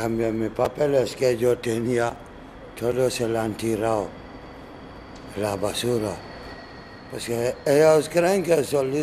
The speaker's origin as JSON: {"language": "Spanish", "region": "Conakry", "country": "Guinea", "second_language": "Spanish", "moved": "yes", "said": "Soy de Guinea, Conakry."}